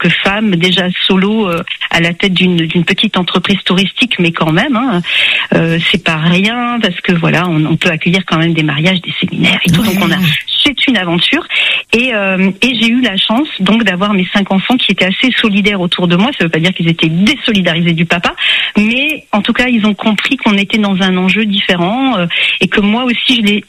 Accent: Grand Est, France; moved away as an adult; now in Gers, France; je suis vraiment originaire d'Alsace

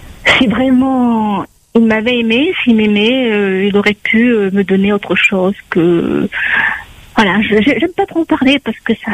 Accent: Paris, Île-de-France, France; Oui, Inès, alors que je suis parisienne, mon cœur.

